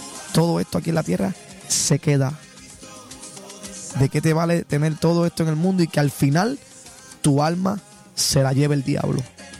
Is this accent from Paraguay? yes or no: no; Puerto Rico; como boricua y ciudadanos acá, ¿verdad?, que vivimos aquí